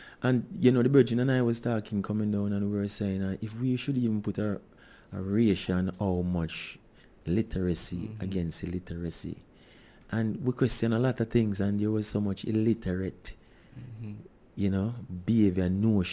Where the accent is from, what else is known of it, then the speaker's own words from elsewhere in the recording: Saint Thomas Parish, Jamaica; Yeah, man, I am from St. Thomas